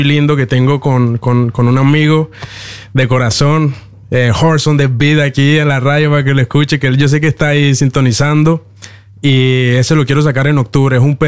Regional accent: Cali, Valle del Cauca, Colombia; now in Norway; Sí, sí, sí, soy colombiano.

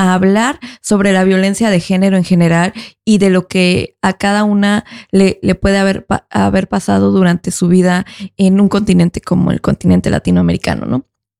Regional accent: Mexico City, Mexico

